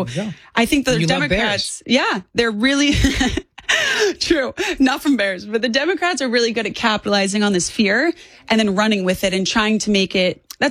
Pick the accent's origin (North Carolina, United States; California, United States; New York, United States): New York, United States; But I'm a New Yorker. Florida is the sixth borough.